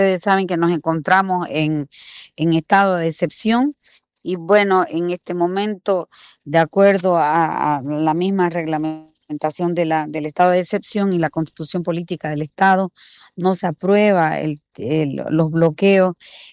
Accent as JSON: {"language": "Spanish", "region": "Beni", "country": "Bolivia", "said": "saludar al pueblo boliviano, a mi pueblo beniano."}